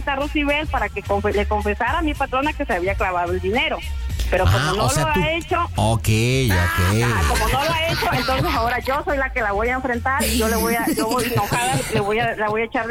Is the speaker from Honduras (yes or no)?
yes; Honduras; No, no, soy hondureña.